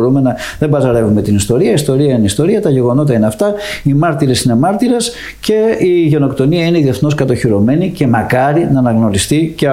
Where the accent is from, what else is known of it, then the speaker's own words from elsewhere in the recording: Macedonia, Greece; εγώ είμαι από τη Μακεδονία